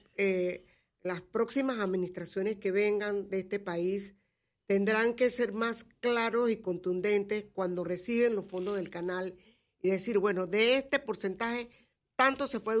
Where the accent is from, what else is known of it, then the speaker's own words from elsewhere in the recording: Panama; ese vínculo que tenemos como ciudadanos panameños